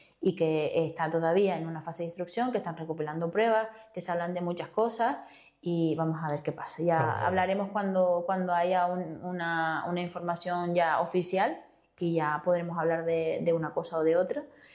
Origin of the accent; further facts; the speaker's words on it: Fuerteventura, Canary Islands, Spain; Y que igual nosotros como majoreros tendremos que mirar